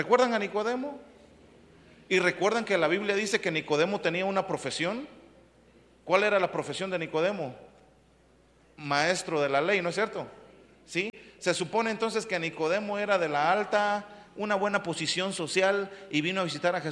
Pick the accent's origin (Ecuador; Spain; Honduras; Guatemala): Guatemala; moved away; yo soy de Guatemala, ¿no?